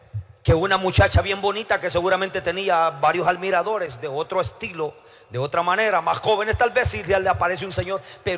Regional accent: El Salvador; moved away

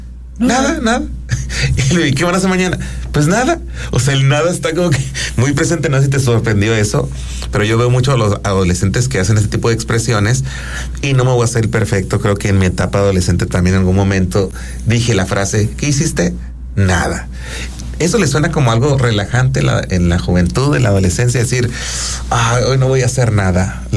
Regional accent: Mexico; nosotros como mexicanos?

